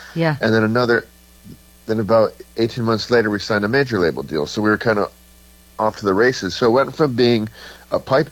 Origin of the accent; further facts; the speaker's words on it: Buffalo, New York, United States; now in Boston, United States; So I moved to Boston from Buffalo, New York. And so I lived in Boston for a couple of years.